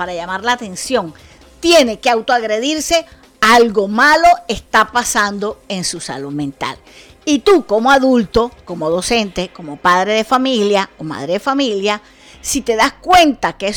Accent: Colombia; first language Spanish; Los colombianos somos gente solidaria, somos gente empática y somos personas resilientes.

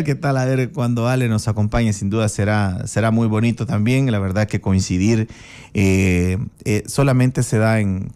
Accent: Zaragoza, Mexico; su servidor … soy de Rancho en Zaragoza

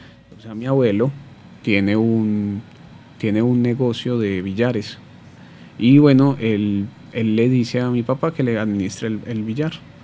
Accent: Medellín, Antioquia, Colombia; yo soy de la Comuna 13, de aquí de la ciudad de Medellín, del barrio Belencito, en la parte, pues, no tan arriba, pero sí cerca del Belencito Corazón.

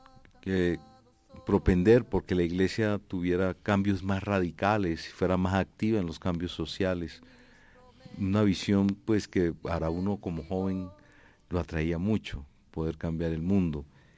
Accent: Riohacha, La Guajira, Colombia; also born or lived in Cartagena; now in Bogotá, Colombia; Me crié en La Guajira. Nací en Cartagena, pero me creo guajiro de nacimiento, porque yo creo que uno es donde se cría, ¿no? Amo esa tierra.

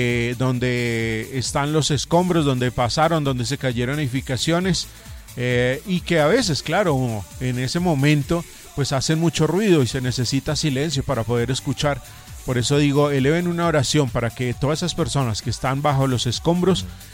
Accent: Colombia; somos colombianos

